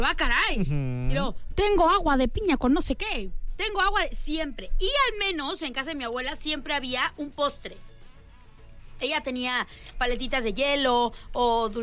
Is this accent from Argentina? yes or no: no; Mexico; Así somos los mexicanos